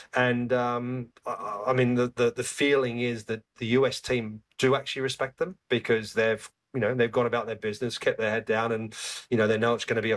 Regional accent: Australia; We're all Australian.

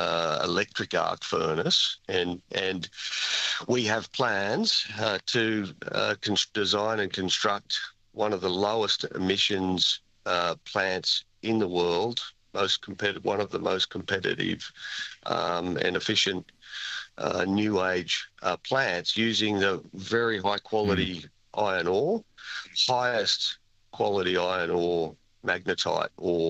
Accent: Australia; But for us and our future plans as an Australian company, and I'm Australian and for Australia first, unashamedly

